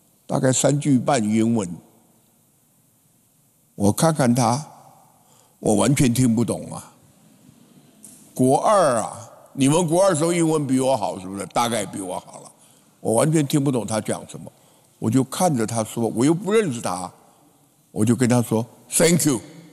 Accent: Taiwan

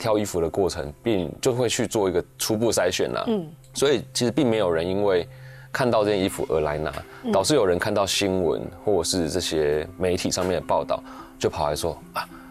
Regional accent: Houli, Taichung, Taiwan; 我不确定后里，我说他乡下大家有没有同意？可是我觉得我在乡下长大的小孩

